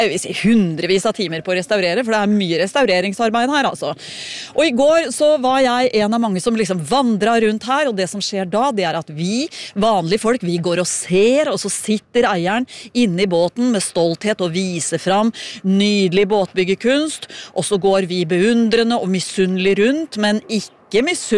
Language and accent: Norwegian; Drammen, Buskerud, Norway; jeg har ikke grei på båter, jeg er fra Drammen